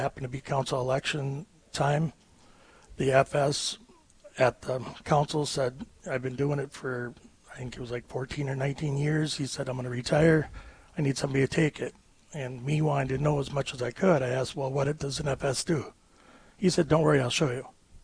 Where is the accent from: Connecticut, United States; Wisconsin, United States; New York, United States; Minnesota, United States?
Minnesota, United States; I'm from the Brainerd Lakes area. I live up in Lakeshore right now.